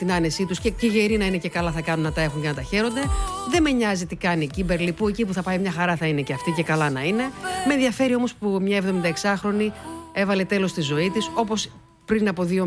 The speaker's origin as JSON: {"language": "Greek", "country": "Greece", "said": "Σαν Ελληνίδα δεν με νοιάζει."}